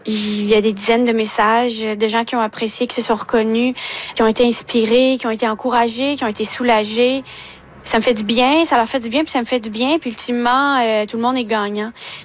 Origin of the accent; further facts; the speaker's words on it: Ontario, Canada; now in Quebec, Canada; moi je viens de l'Ontario et récemment j'ai finalisé tous les papiers, toute la paperasse, et je peux maintenant dire que je suis officiellement québécoise.